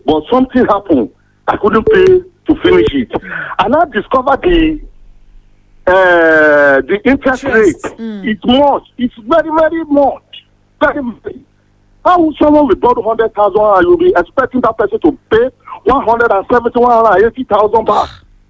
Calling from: Kogi, Nigeria; I'm calling from Kogi.

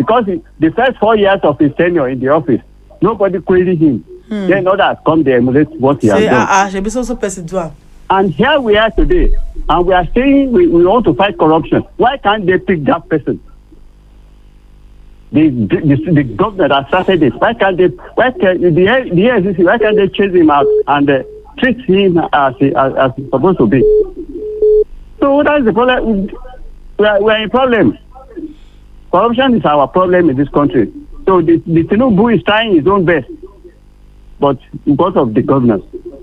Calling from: Ondo, Nigeria; I'm calling from Ondo.

